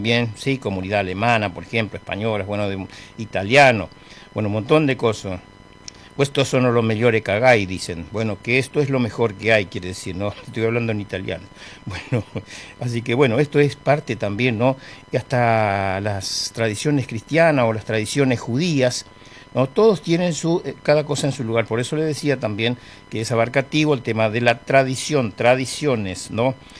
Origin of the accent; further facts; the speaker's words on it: Presidencia de la Plaza, Chaco, Argentina; Ayer fue el cumpleaños de mi pueblo, Presidencia de la Plaza